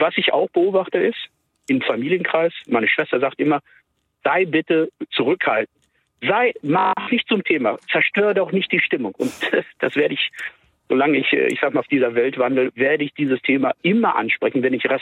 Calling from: Altena, North Rhine-Westphalia, Germany; Ich werde dieses Jahr 58 und schon als Jugendlicher. Ich komme aus dem Sauerland, aus Altena, mit der Burg Altena.

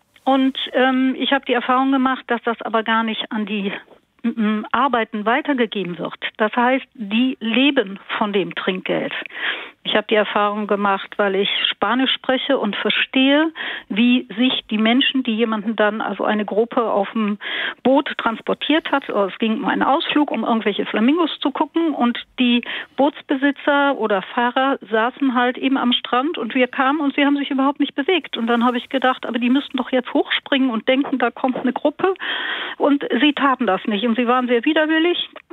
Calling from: Germany; als Deutsche

